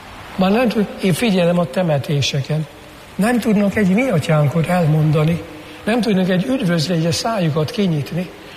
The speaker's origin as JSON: {"language": "Hungarian", "country": "Hungary", "said": "Még azt mondom, és magyar, hát az vagyok, magyar vagyok."}